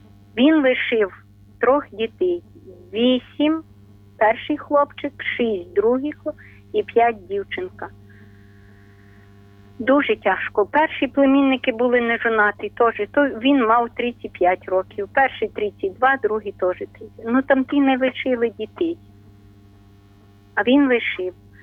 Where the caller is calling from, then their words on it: Ternopil Oblast, Ukraine; Ми з України. Тернопільщина, ….